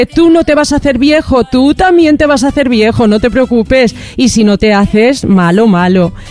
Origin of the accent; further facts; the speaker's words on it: Valencian Community, Spain; lo voy a decir en valenciano porque nosotros somos valencianos